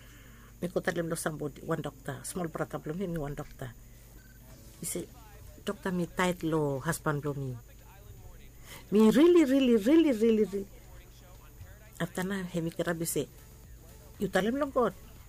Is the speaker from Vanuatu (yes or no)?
yes; Vanuatu; I'm from Vanuatu